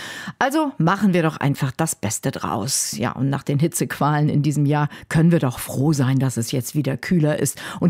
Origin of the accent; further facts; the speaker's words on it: Bremen, Germany; wir Bremer wissen natürlich, dass die Menschen in Hamburg es schwer haben.